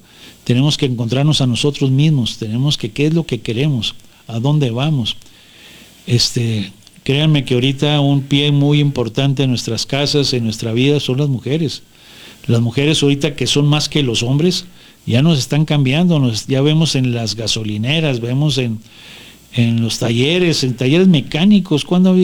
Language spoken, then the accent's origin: Spanish; Mexico; no dejemos de declinar que somos mexicanos